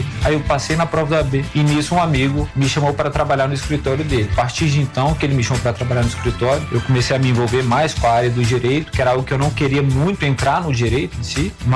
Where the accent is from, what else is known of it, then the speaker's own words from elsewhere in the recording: Brasília, Federal District, Brazil; Bom, eu sou nascido e criado aqui, fui criado na Asa Sul, na 306 Sul